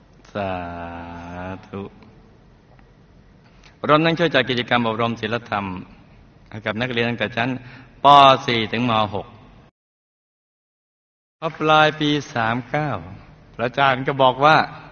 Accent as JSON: {"language": "Thai", "region": "Songkhla", "country": "Thailand", "tie": "born or raised there", "said": "ชีวิตในวัยเด็กของผมนั้นอยู่ที่จังหวัดสงขลาตั้งแต่เริ่มจำความได้ผมอยู่บนภูเขาไอ้สงขลามีภูเขาด้วยเลยที่มีแต่ต้นยางพารา"}